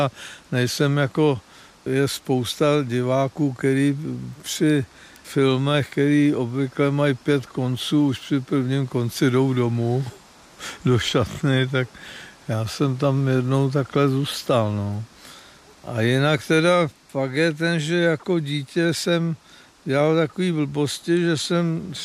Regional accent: Strakonice, South Bohemian Region, Czechia; Já jsem se narodil ve Strakonicích

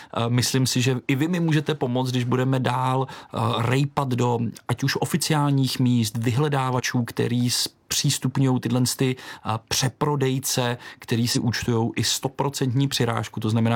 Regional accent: Prague, Czechia; já jsem vyrůstal na Jižním městě

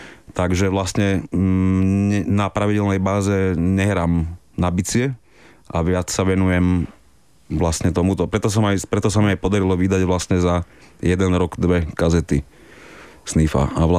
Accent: Bratislava, Bratislava Region, Slovakia; už nemám kapelu v mojom rodnom meste, v meste, kde žijem v Bratislave

